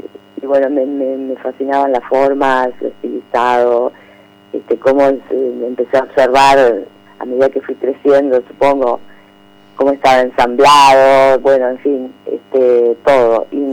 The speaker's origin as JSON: {"language": "Spanish", "region": "Treinta y Tres", "country": "Uruguay", "tie": "born there", "also_born_or_lived": "Montevideo", "moved": "yes", "lives_now": "Maldonado, Uruguay", "said": "siempre volviendo a mi pueblo cada vez que puedo."}